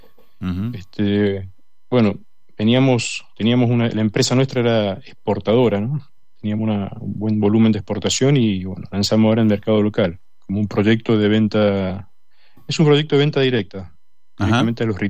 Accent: Argentina; born there; en Argentina hace muchos años que existo acá, nací en Argentina.

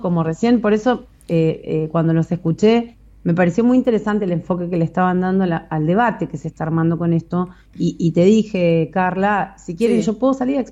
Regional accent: Ushuaia, Tierra del Fuego, Argentina; yo alquilo, tengo 40 años, soy de acá, soy fueguina y me toca alquilar como la mayoría de las familias de Ushuaia.

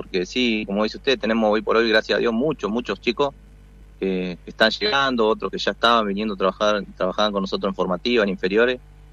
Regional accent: Catriel, Río Negro, Argentina; Sí, somos de Catriel

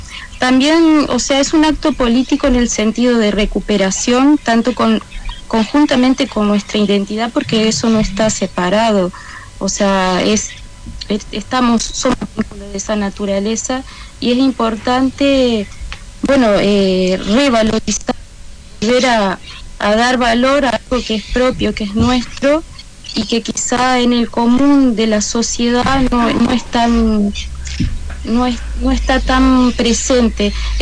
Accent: Río Negro, Uruguay; born there; now in Soriano, Uruguay; nací a 20 kilómetros de acá, ya es otro departamento, el departamento de Río Negro, muy cerquita del río Uruguay. Ahí creció toda mi familia, mis abuelos. Ese es mi origen, pero territorialmente estoy actualmente viviendo en un departamento que es lindero

